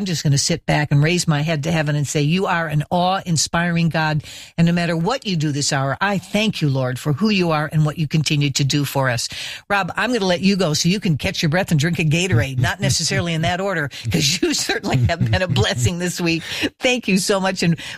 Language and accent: English; Midwest, United States; moved away; And when I was raised in the Midwest, that'd be the time you'd go out for a fish fry. They don't do that so much here on the East Coast